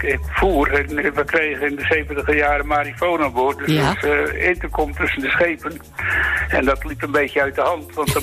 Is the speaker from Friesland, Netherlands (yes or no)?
no; Stad aan 't Haringvliet, South Holland, Netherlands; born there; Nou, ik kom van een eiland waar vissers zijn. Ik ben geboren op Stadel Haringvliet.